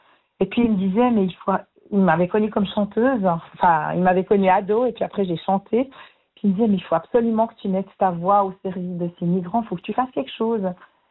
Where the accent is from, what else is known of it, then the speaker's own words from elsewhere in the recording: Saint-Imier, Bern, Switzerland; quand j'étais petite à Saint-Imier, il y avait beaucoup de migrants italiens qui n'étaient pas toujours bien traités. C'était dans les années 70.